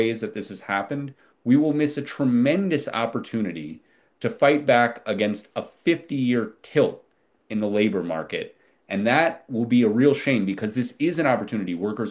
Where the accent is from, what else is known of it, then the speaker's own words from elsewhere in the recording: Minnesota, United States; born there; my home state of Minnesota